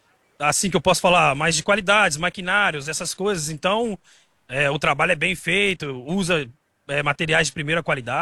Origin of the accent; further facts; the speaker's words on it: Minas Gerais, Brazil; ainda mais que eu sou do interior de Minas, em São Paulo deve ter mais